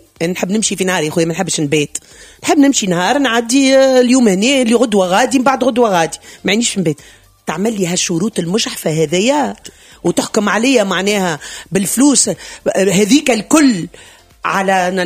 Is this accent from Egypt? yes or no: no; Tunisia; وانا تونسي